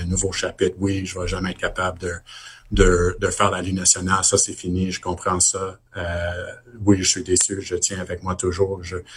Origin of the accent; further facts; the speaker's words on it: Montreal, Quebec, Canada; Même si j'ai grandi à Montréal, moi, c'est sûr que je suis un fan de Montréal, mais mon fils, comme il est à Ottawa, j'ai pas le choix de lui introduire au Sens.